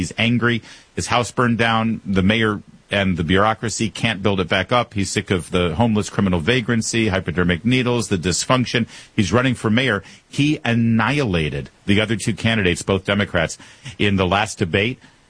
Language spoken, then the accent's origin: English; California, United States; Listen, yes, I'm from California, so we focus on California topics often for that reason, because I'm from there.